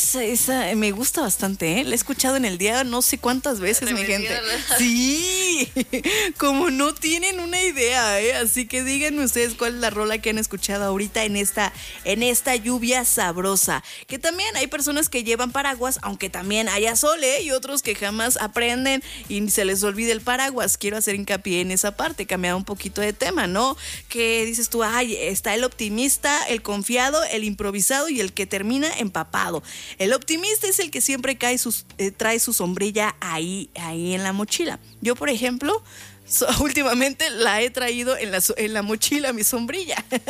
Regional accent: Morelia, Michoacán, Mexico; Y yo también desde Morelia. ¡Éale! Somos de Morelia para el mundo.

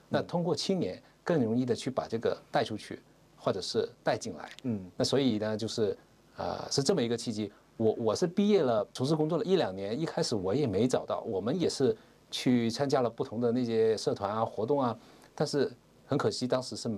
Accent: Wuyi, Guangdong, China; moved away as an adult; 其实我们五亿人呢是海外非常多的

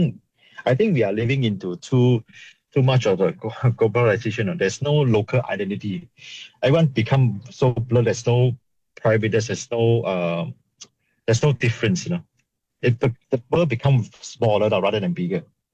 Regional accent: Malaysia; as a Malaysian.

